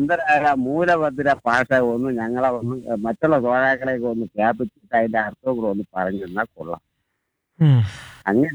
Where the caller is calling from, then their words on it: Kerala, India; ഞാൻ കഴിക്കോട് പുതുപ്പൂരിയിൽ നിന്നാണ് സംസാരിക്കുന്നത്.